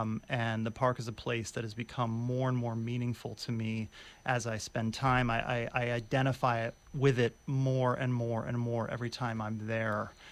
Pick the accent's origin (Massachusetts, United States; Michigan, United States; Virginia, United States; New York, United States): New York, United States; New York City; My background, I grew up in Brooklyn.